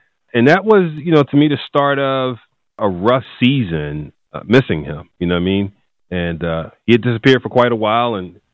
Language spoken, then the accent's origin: English; Philadelphia, Pennsylvania, United States; Well, you know, North Philly was tough back then. Athens Butler was considered at that time, man, the drug capital of the world, at least the United States. And I was one of those kids, I think, not unlike many, that had a rough childhood